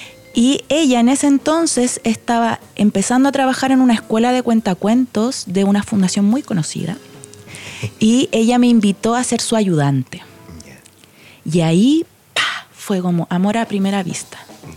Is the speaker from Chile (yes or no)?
yes; San Bernardo, Santiago Metropolitan Region, Chile; Crecí en San Bernardo, en el Nocedal 3. Llegué muy chiquitita y me fui después de que egresé de la U.